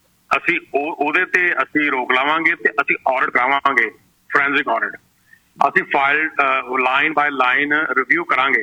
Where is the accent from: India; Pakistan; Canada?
Canada; Brampton, Ontario; ਉਹ ਸਾਨੂੰ ਪੁੱਛਦੇ ਤੁਸੀਂ ਕਿੱਥੋਂ, ਕਹਿੰਦੇ ਅਸੀਂ ਬਰੈਂਪਟਨ ਦਾ ਨਾਂ ਲੈਂਦੇ ਹਾਂ